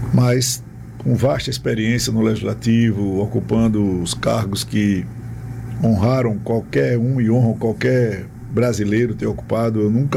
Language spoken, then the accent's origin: Portuguese; Alagoas, Brazil; Todos nós somos alagoanos, muitos maceuenses, outros satubenses, outros arapiraquenses, mas todos nós somos brasileiros.